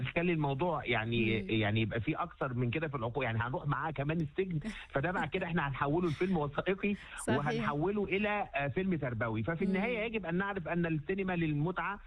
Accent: Egypt; احنا عندنا في مصر

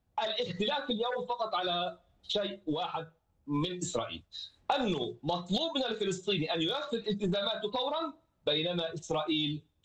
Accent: Palestine; علينا كفلسطينيين.

